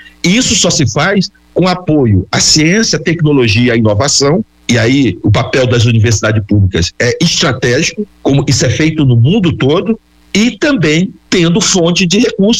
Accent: Altamira, Pará, Brazil; born or raised there

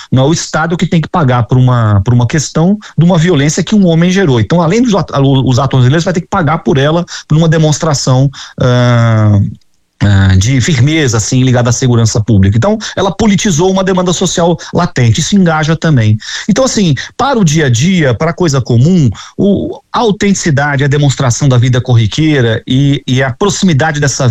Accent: Rio de Janeiro, Brazil; eu também sou do Rio de Janeiro, então tenho especial interesse em olhar, né?

